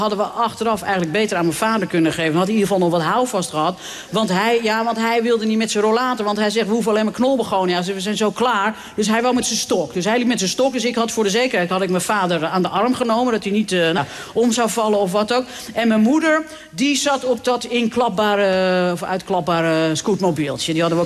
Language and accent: Dutch; Haarlem, North Holland, Netherlands; want vroeger bij ons in Haarlem-Noord, serieus, dan kon je gewoon vanuit de achtertuin kon je op de weilanden met de koeien kijken.